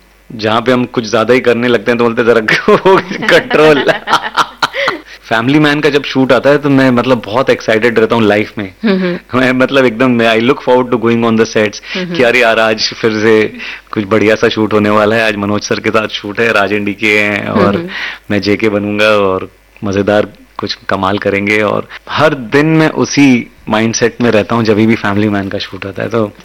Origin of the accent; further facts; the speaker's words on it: Mumbai, Maharashtra, India; तो मैंने बोला मैं मुंबई में पला बड़ा हूँ, मराठी बोल लेता हूँ.